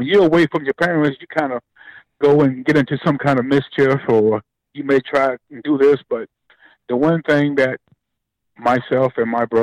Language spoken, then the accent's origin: English; Aiken, South Carolina, United States; moved away; I grew up in Aiken, South Carolina, a little small city next to Augusta, Georgia.